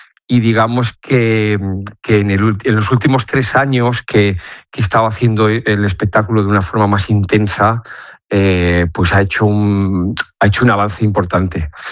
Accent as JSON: {"language": "Spanish", "region": "Region of Murcia", "country": "Spain", "said": "es que yo vengo de Murcia, que aquello es una bañera."}